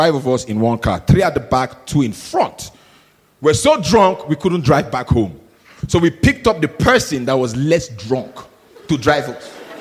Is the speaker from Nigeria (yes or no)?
yes; Nigeria; moved away; I'm Nigerian.